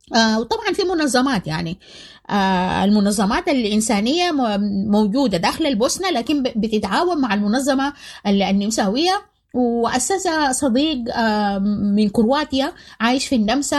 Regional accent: Sudan; moved away; وكنت انا يعني سودانيه

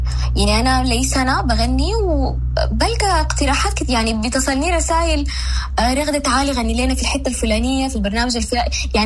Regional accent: Saudi Arabia; born there; أنا مولودة في السعودية، ويعني كنت بحكم البعد الجغرافي كنت برضو بعيدة من الثقافة موسيقيا على الأقل إلى حد ما.

